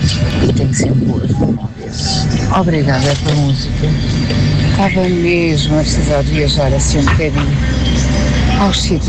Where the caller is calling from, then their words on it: Caldas da Rainha, Leiria, Portugal; Ainda sou das Caldas, tenho as dunas de Samir mesmo aqui ao lado